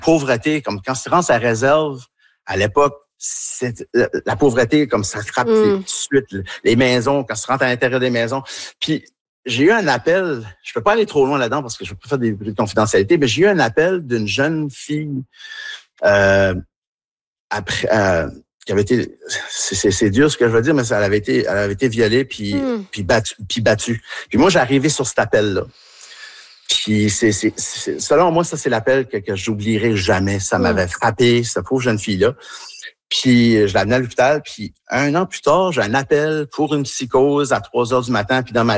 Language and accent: French; New Brunswick, Canada